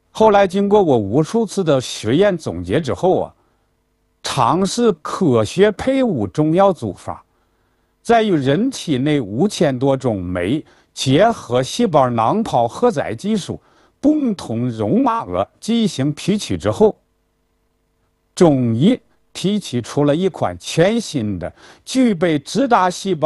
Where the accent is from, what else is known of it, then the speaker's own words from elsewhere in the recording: China; 我真的是心有不甘，我是中国人，而且我所用到的药材都是中国产的，一切都来自中国。